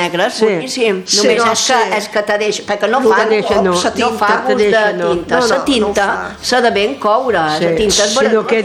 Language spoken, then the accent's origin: Catalan; Menorca, Balearic Islands, Spain; also born or lived in Palma; Jo som menorquina